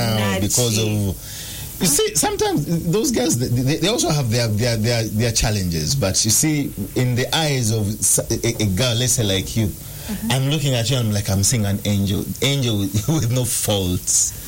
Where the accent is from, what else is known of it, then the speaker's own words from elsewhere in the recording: Kampala, Central Region, Uganda; where I grew up on Makindye, there used to be a guava tree.